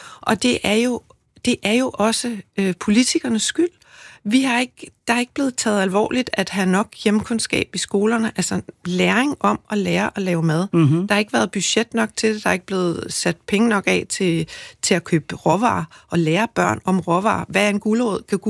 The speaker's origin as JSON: {"language": "Danish", "region": "Zealand", "country": "Denmark", "tie": "born or raised there", "said": "Jeg er vokset op på Sydsjælland, på landet"}